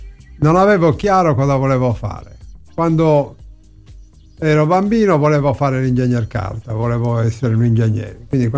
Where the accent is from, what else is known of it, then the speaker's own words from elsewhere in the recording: Carbonia, Sardinia, Italy; sono nato a Carbonia nel 47, faccio parte della prima generazione dei carboniensi DOC.